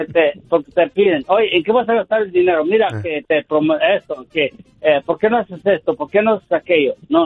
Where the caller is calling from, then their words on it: Houston, Texas, United States; Vivo en Houston